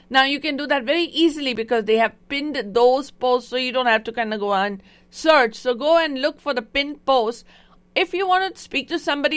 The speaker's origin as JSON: {"language": "English", "town": "Mumbai", "region": "Maharashtra", "country": "India", "said": "I am from Bombay"}